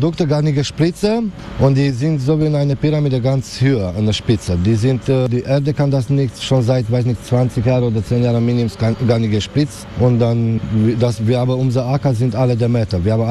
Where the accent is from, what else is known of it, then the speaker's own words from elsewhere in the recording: Romania; German is a second language; now in Hamburg, Germany; Ich komme aus Rumänien.